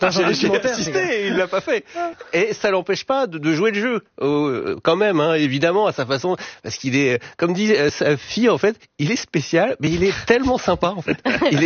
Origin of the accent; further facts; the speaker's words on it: France; Et moi, en tant que Français, c'est vrai que je savais pas.